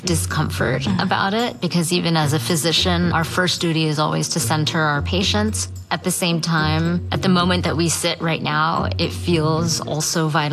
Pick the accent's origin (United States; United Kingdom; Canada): United States; New Orleans, Louisiana; born there; now in Houston, United States